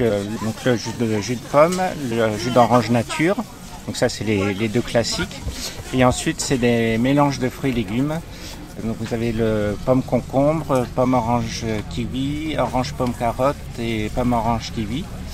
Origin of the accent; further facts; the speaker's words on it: Épernay, Grand Est, France; born there; je suis un Marnais pur jus puisque je suis né à Épernay.